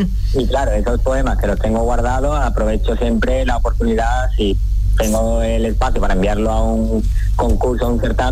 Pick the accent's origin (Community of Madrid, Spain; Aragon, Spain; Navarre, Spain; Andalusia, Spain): Andalusia, Spain; Montellano; Pues en especial la cercanía hacia mi pueblo natal. Yo soy de Montellano, en Sevilla, y no me pilla demasiado lejos.